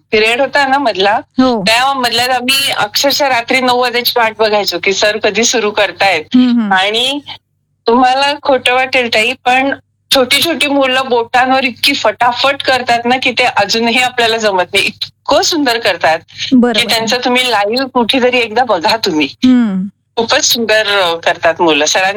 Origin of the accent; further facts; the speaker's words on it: Jalgaon, Maharashtra, India; moved away as an adult; also born or lived in Thane; now in Nashik, India; मी मूळची जळगावची आहे.